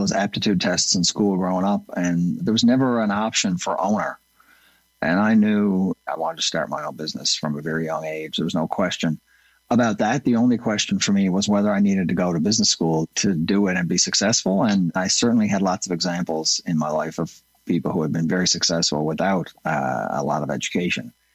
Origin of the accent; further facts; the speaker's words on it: Mount Pearl, Newfoundland and Labrador, Canada; now in St. John's, Canada; I was a little dude growing up in Mount Pearl, Newfoundland. Never shy to say I got my start in Mount Pearl. Loved that place.